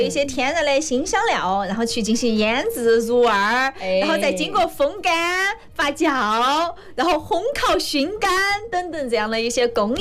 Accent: Sichuan, China; 其实对于我们四川人来说啊

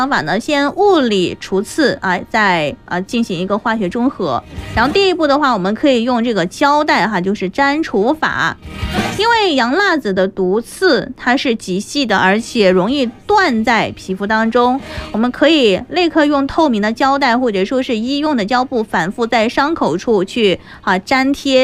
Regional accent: Chongqing, China; 就我们重庆话说哈

